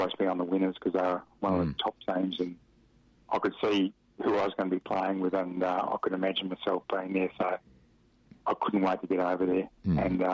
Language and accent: English; Claremont, Australia; I come from Claremont, I'm pretty used to this sort of socialisation.